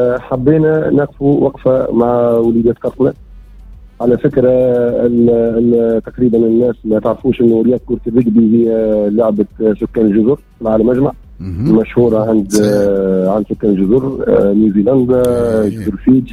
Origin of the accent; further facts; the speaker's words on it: Mellita, Tunisia; في قريتي اللي هي قرية مليتة بحكم أني أنا أستاذ المدنية. على فكرة أنه ما زلت نقري في السواسي في المهدية.